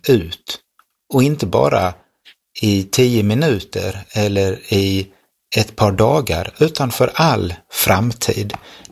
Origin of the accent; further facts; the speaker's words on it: Lund, Skåne, Sweden; när jag var liten i Lund